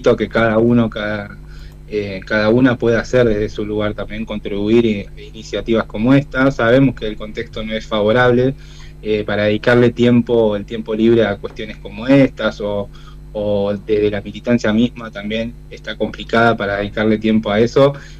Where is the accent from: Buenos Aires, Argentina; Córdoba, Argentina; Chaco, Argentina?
Buenos Aires, Argentina; also born or lived in Posadas, Misiones; yo nací en Posadas Misiones, sí. Muy chiquitito, ni cumplí el año, ya me vine para Buenos Aires